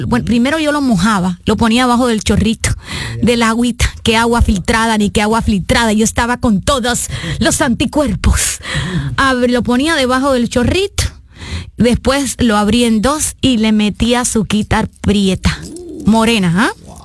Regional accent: Cuba; moved away as an adult; porque yo soy cubana, cubana con un corazón internacional. ¿Ah? Sí, la libreta, la tarjeta, la libreta, ya se me está olvidando después de 32 años en este país, pero soy más cubana

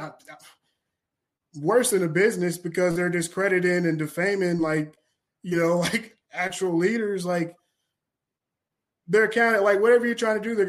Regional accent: Kentucky, United States; I'm from Kentucky.

